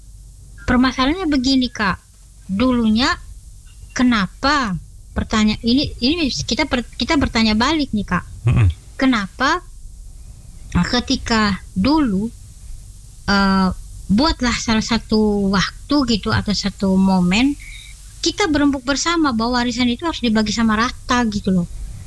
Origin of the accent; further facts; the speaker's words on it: Nangaroro, East Nusa Tenggara, Indonesia; Nah setahu saya kalau biasanya kami orang Nangaroro itu itu perempuan ikut laki-laki